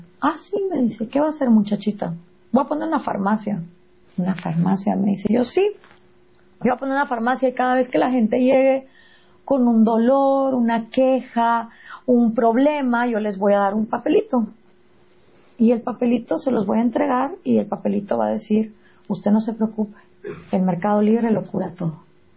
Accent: Guatemala; yo crecí en Guatemala, en un país profundamente racista

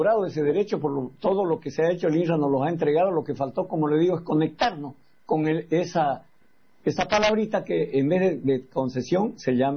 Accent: Bolivia; ¿será que yo no soy boliviano?

